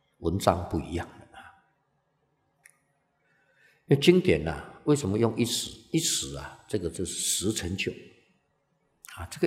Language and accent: Chinese; Taiwan; 我们台湾都先喝水